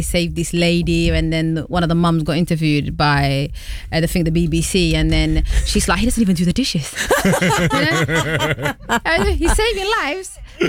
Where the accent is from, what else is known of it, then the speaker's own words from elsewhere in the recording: United Kingdom; We're British, we're mingling with everybody.